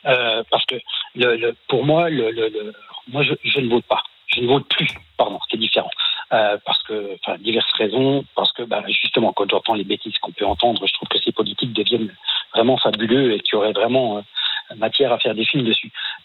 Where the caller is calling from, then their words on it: Bourgogne-Franche-Comté, France; Moi, je suis dans un petit village à côté de Besançon, en Courcelles.